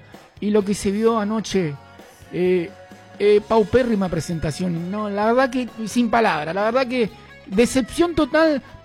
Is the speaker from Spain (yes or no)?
no; Paraguay; Sí, soy paraguayo. Soy paraguayo, la verdad, orgulloso de ser paraguayo.